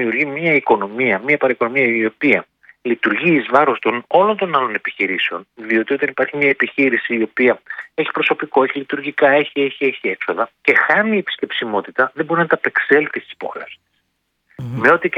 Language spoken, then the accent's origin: Greek; Drama, Eastern Macedonia and Thrace, Greece; Εγώ είμαι από τη Δράμα